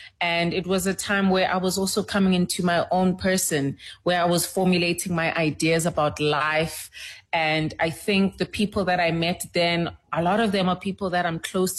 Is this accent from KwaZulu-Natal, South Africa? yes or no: yes; Pietermaritzburg, KwaZulu-Natal, South Africa; also born or lived in Durban; being a coastal girl, because I was born in KZN and Durban, raised in Pietermaritzburg.